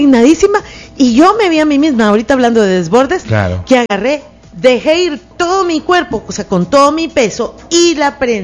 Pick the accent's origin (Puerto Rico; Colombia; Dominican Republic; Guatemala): Guatemala; como mujer guatemalteca, como locutora, como mujer guatemalteca y locutora.